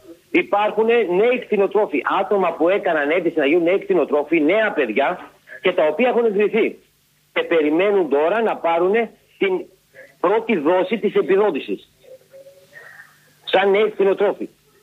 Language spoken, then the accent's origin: Greek; Antigonos, Western Macedonia, Greece